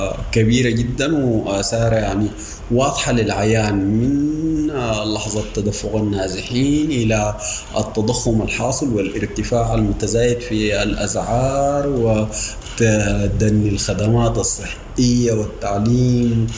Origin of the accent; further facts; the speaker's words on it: Sudan; احنا كدوله سودانيه